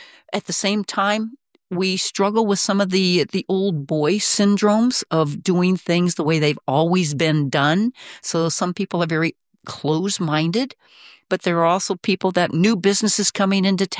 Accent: Aberdeen, Washington, United States; Myself and my sweetie came here 35 years ago. I came from Aberdeen, Washington.

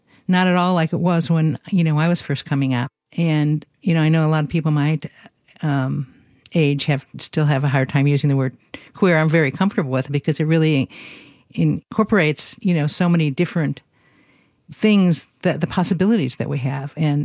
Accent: Ohio, United States; now in Eugene, United States; I am 72 years old, which is also amazing. Was originally from Ohio and came here in 1977 to Eugene.

